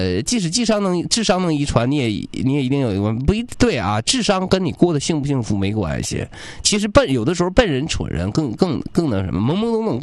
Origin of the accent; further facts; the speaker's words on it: Northeast China, China; 但是我们东北人抗造啊，我们东北人太耐活了